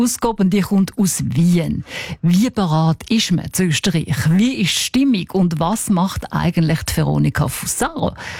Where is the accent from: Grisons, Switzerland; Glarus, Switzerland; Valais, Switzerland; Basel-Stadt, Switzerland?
Basel-Stadt, Switzerland; Basel; Freut einmal als Baslerin natürlich sowieso